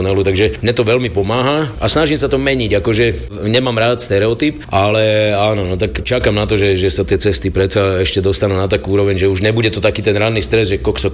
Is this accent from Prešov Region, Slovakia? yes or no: yes; Prešov, Prešov Region, Slovakia; born there; now in Bratislava, Slovakia; žijem už väčšiu časť života v Bratislave, ale rodený som Prešovčan